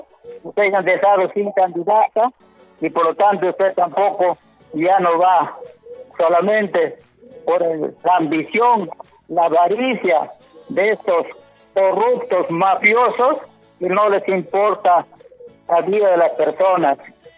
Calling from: Chimbote, Ancash, Peru; Yo llamo desde Chimbote y ese es el clamor también de muchos chimbotanos

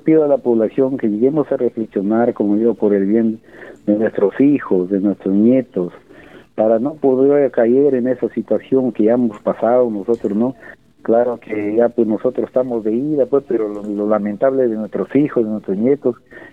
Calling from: Olmos, Lambayeque, Peru; aquí en el distrito de Olmos

